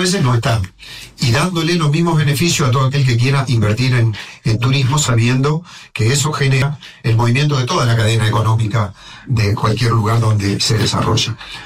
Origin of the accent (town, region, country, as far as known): Entre Ríos, Argentina; born there